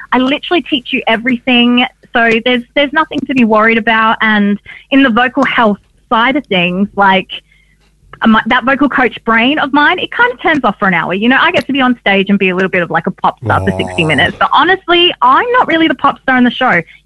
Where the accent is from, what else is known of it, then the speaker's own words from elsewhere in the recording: Adelaide, South Australia, Australia; No shade to Adelaide. I do love my hometown, but, you know, Melbourne's got the goods.